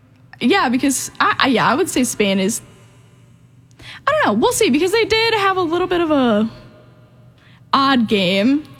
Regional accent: United States; We're American, so we should be saying soccer.

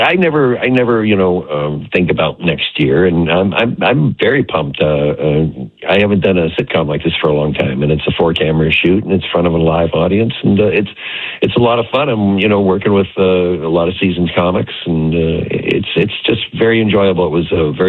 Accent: Canada; also born or lived in Seattle, United States; now in Washington State, United States; I was born in Seattle. I'm an American citizen, but I grew up in Canada, so everybody thinks I'm Canadian, but I'm still American.

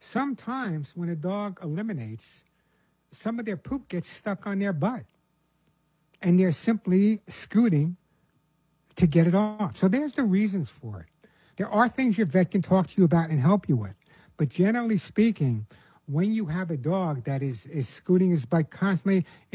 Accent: Bronx, New York, United States; also born or lived in Long Island; However, I grew up in the Bronx and Long Island. I know I have no accent anymore.

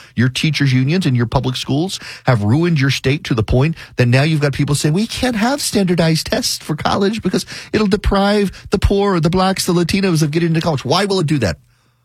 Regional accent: Louisiana, United States; also born or lived in overseas; Louisiana, my home state of Louisiana. Y'all, I grew up overseas. I got home.

